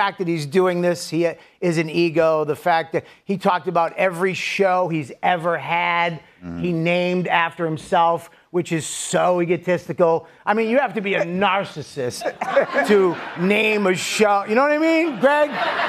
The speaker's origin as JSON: {"language": "English", "town": "Boston", "region": "Massachusetts", "country": "United States", "said": "Aggravates me, first of all, I'm from Boston."}